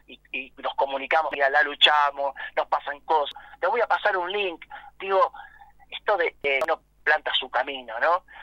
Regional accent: Verónica, Buenos Aires Province, Argentina; a lo largo de mis 34 años, cumplir todos los sueños que puede tener un pibe de pueblo, como yo soy de Verónica, papá laburantes

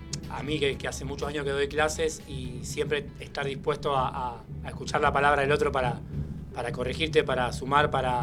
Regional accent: Rosario, Santa Fe, Argentina; now in Reconquista, Argentina; Si bien yo empecé en Rosario a bailar, soy de Rosario

